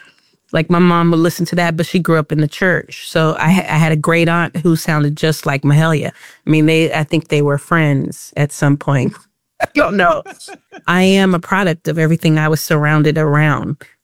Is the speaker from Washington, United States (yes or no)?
no; New Orleans, Louisiana, United States; Growing up in New Orleans, she had her own band.